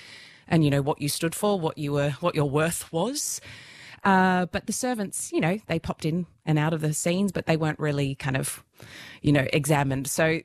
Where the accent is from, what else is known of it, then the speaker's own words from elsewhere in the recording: Geelong, Victoria, Australia; You know, I'm the youngest of four kids. I grew up in Geelong.